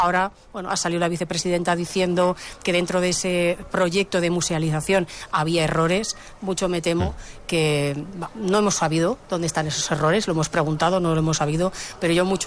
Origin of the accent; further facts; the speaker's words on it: La Zaida, Aragon, Spain; born there; lo viviré seguramente ya en mi pueblo, estaré ya en la Zaida